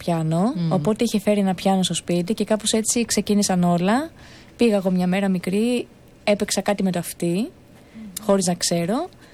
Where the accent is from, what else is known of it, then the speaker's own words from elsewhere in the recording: Patras, Western Greece, Greece; moved away as an adult; now in Athens, Greece; Από όταν θυμάμαι τον εαυτό μου μέχρι που έφυγα από την Πάτρα 18 χρονών εκεί.